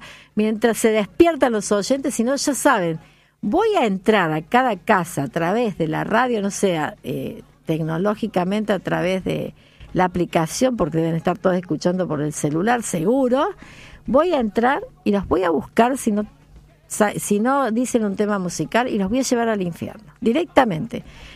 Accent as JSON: {"language": "Spanish", "country": "Argentina", "said": "si somos argentinos"}